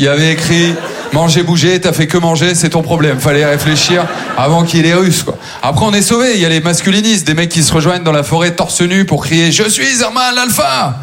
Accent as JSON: {"language": "French", "town": "Maubeuge", "region": "Hauts-de-France", "country": "France", "tie": "born or raised there", "said": "J'ai grandi à Maubeuge, c'est la 7e ville la plus pauvre de France."}